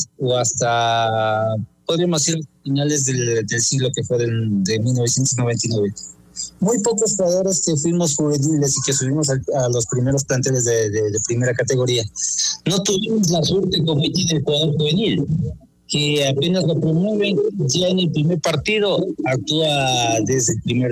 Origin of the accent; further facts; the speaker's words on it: Ecuador; Porque si no, nuestro fútbol ecuatoriano hubiese cambiado